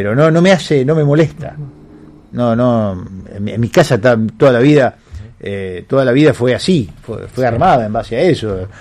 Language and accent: Spanish; Clucellas, Santa Fe, Argentina; yo soy de Clusella, un pueblo del interior.